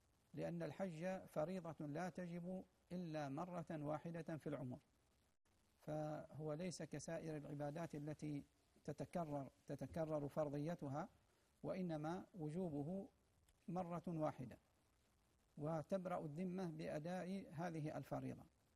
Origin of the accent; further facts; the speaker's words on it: Oman; وأن يحفظ بلادنا عمان من كل سوء ومكروه